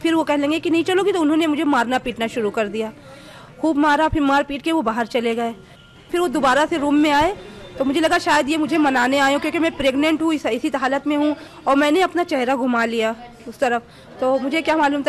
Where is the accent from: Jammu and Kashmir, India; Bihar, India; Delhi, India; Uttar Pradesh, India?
Uttar Pradesh, India; Kanpur; मैं कानपुर शहर से हूँ